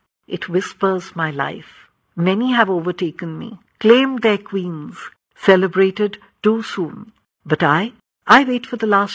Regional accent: Delhi, India; I was born and brought up in Delhi. And I came to All India Radio when I was just 13.

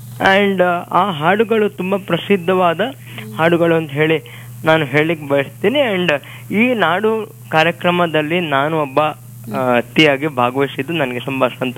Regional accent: Mulki, Karnataka, India; born there; ನಾನು ಹುಟ್ಟಿದ್ದು ಮುಲ್ಕಿಯಲ್ಲಿ, ಅವಾಗ ಹುಟ್ಟಿದ್ದು. ಆ ಮೂಲ್ಕಿ ಅಂತ ಏನ್ ಹೇಳಿದ್ನಲ್ಲ, ಅದು ಮೂಲಿಕಾಪುರ ಅನ್ನೋ ಒಂದು ಪದದಿಂದ ಬಂದಿರುವಂತದ್ದು. ಎಷ್ಟೋ ಜನರಿಗೆ ಆ ಊರು ಪರಿಚಯ ಇಲ್ಲ.

